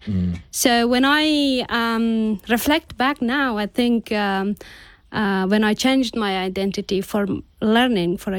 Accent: Bamyan, Afghanistan; English is a second language; I grew up in the Taliban first rule in a very rural area in Bamiyan province. I'm coming from Hazara community.

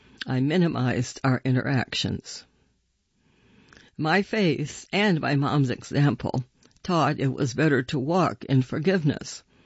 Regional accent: Nashville, Tennessee, United States; born there; I was born in Nashville, the younger of two kids. My sister Casey was 5 years older.

